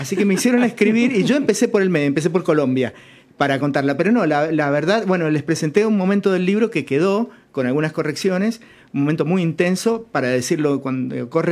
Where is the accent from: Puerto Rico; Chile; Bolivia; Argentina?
Argentina; San Martín, Mendoza; Yo soy de San Martín